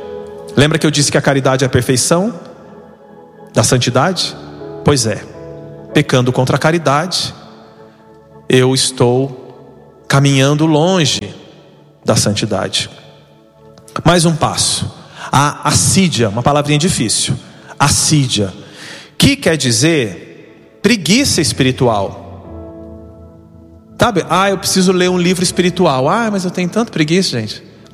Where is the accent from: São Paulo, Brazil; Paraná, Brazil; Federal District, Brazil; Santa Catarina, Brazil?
Paraná, Brazil; moved away; Você está no Sul, da onde eu sou, do Paraná?